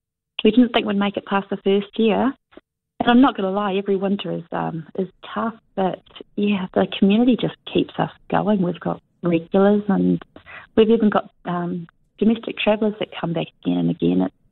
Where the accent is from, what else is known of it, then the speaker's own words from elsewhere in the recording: Rahotu, Taranaki, New Zealand; now in Marlborough, New Zealand; I'm from Rahutu in coastal Taranaki.